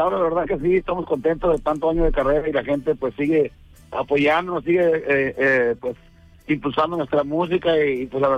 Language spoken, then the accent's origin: Spanish; El Fuerte, Sinaloa, Mexico; acá andamos ahorita en el Fuerte, Sinaloa, donde somos originarios, aquí en un pueblito muy bonito, como todo lo mágico